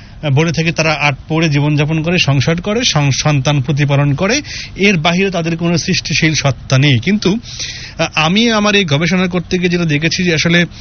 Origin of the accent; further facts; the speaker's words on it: Rajshahi Division, Bangladesh; আমি আসলে বেড়ে উঠেছি বগুড়ার একটি গ্রামে এবং সেই গ্রামে একটা সময় খুব বেশি লোকজ সংস্কৃতি ছিল।